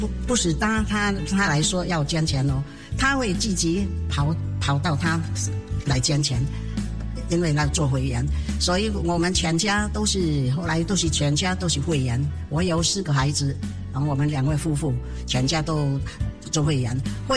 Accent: Philippines; 我们是土生土长的菲律宾华侨。

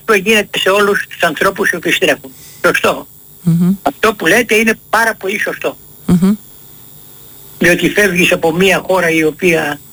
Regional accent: Trizonia, Western Greece, Greece; Εγώ κατάγομαι από τα Τριζόνια. Mm-hmm. Το νησάκι.

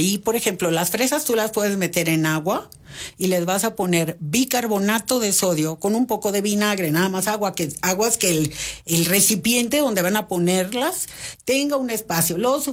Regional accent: Tabasco, Mexico; moved away; allá en mi pueblo dirían, en Tabasco, que hace tanto tanto calor

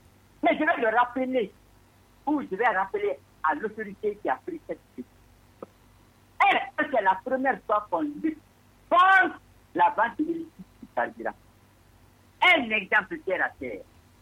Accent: Lola, Nzérékoré Region, Guinea; chez moi, à Lola, il y a des villages

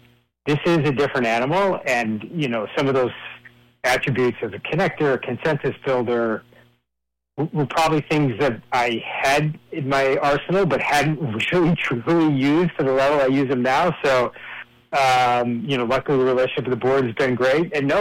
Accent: New York, United States; I grew up in Western New York and upstate New York in a small town.

